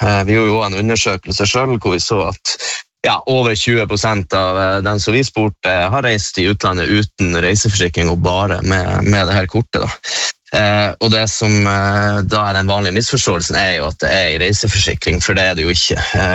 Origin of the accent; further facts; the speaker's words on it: Northern Norway, Norway; Det skjønner man jo også som nordlending at det er jo godt å trekke til varmere reisemål og sånn.